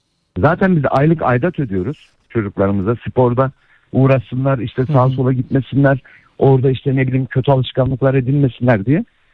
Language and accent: Turkish; Istanbul, Turkey; Ya ben İstanbul'dan.